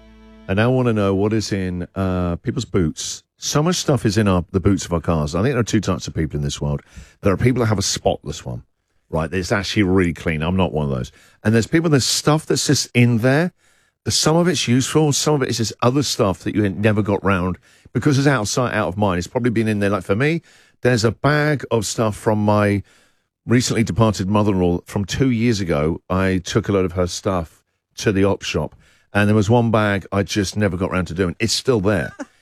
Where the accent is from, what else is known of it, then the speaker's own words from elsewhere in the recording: England, United Kingdom; Just because I'm English doesn't mean I know about antiques.